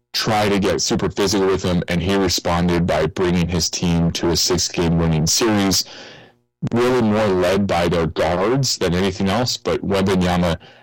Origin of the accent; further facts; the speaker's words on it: Utah, United States; born there; I am a Utah Jazz fan. I was born in Utah.